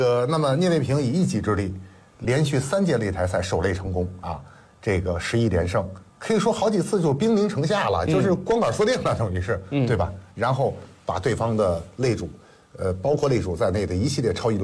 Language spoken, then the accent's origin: Chinese; China